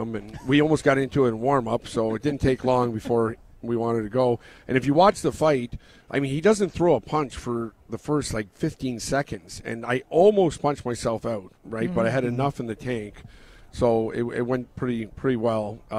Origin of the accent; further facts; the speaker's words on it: Niagara-on-the-Lake, Ontario, Canada; obviously I grew up in Niagara Lake. My mom was born in Buffalo. I spent a lot of time in Buffalo.